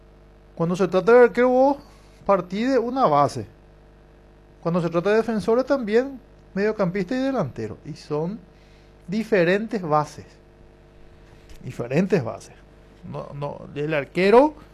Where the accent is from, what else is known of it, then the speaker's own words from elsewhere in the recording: Paraguay; Por lo menos representarnos como paraguayo al fútbol europeo